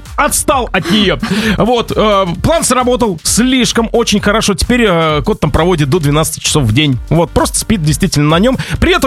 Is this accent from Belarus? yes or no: yes; Belarus; now in Cyprus; Так, но я как белорус